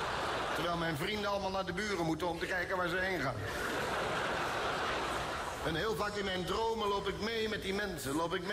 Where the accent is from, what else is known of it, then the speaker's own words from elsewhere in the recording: Netherlands; Zeg ik, ik kom uit Nederland, vertel eens iets leuks over uw land.